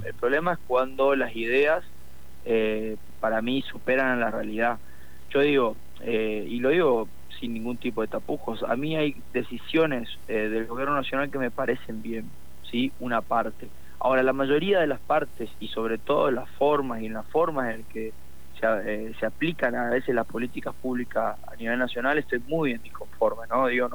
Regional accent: Misiones, Argentina; también somos argentinos

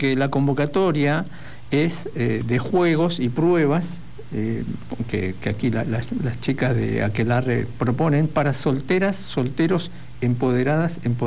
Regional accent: Patagonia, Argentina; moved away; En mi infancia en la Patagonia

